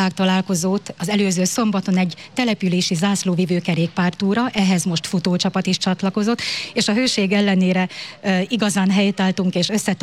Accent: Southern Great Plain, Hungary; moved away as an adult; now in Jászság, Hungary; bár nem itt születtem, én délalföldi lány vagyok, de aki 2 kiló sót megevett a jászságba, ő már jásznak számít, itt van a kedves családom, úgyhogy már több mint 20 éve itt élek

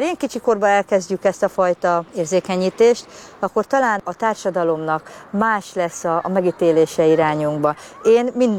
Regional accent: Hungary; Nagyon szeretek magyarnak lenni

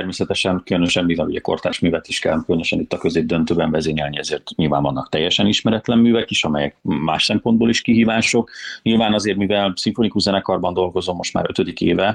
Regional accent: Hungary

